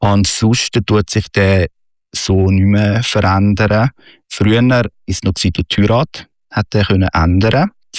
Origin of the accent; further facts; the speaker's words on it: Illnau-Effretikon, Zurich, Switzerland; Ich habe mich da zum Beispiel in Ilnau-Effretiken einbürgern lassen als Schweizer. Das heisst, ich habe jetzt noch einen zweiten Heimatort bekommen, weil ich bin da aufgewachsen bin.